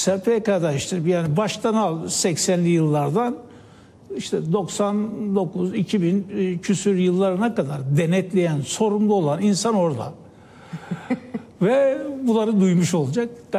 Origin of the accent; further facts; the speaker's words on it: Trabzon, Turkey; Ben Trabzonluyum.